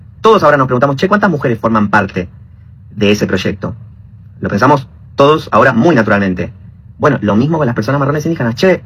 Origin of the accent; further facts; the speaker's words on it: Argentina; hago mi tutorial de soy un argentino marrón